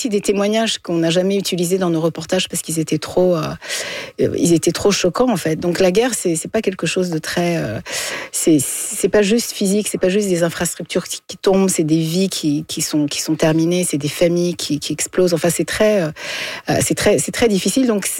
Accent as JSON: {"language": "French", "town": "Montreal", "region": "Quebec", "country": "Canada", "tie": "born there", "also_born_or_lived": "Ethiopia / Paris", "said": "J'ai grandi à Montréal"}